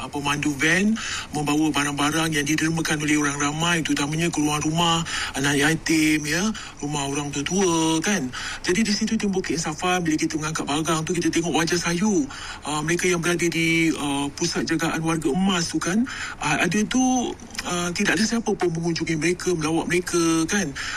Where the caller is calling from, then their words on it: Jeram, Selangor, Malaysia; saya dari Jeram.